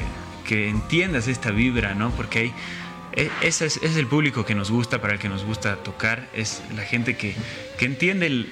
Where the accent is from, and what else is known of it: Bolivia